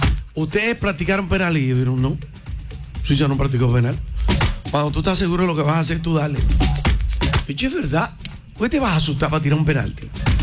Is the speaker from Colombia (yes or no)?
yes; Colombia; a abrazarnos como colombianos